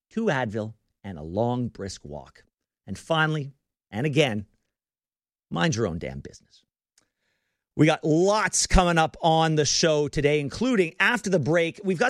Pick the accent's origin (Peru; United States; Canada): Canada; Quebec; born there; say all of this as a guy from a country that has been running this exact experiment for 45 years. I was born in Quebec.